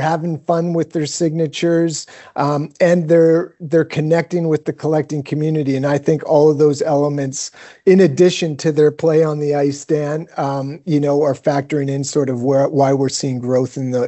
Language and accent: English; Vancouver, British Columbia, Canada; I'm from Vancouver. Obviously there for the 94 run with Pavel Bure.